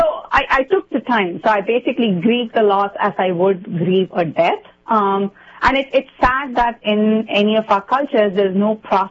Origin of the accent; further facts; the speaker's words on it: India; moved away; So I come from India